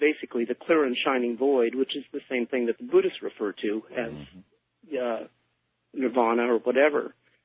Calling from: Sebastopol, California, United States; in Sebastopol.

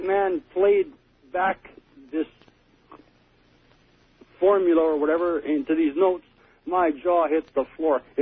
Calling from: Winnipeg, Manitoba, Canada; Yes, this is … calling from Winnipeg, Manitoba.

